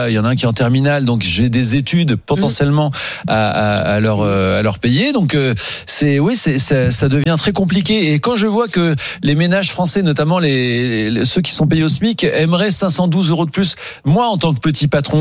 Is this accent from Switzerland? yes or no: no; Grand Est, France; je suis lorrain d'origine, oui, aussi